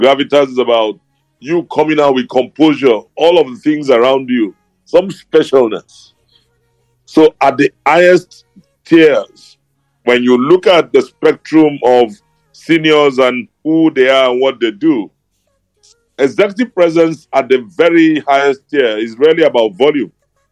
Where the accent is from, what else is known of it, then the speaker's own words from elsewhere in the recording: Nigeria; We are Nigerians and we are from Nigeria.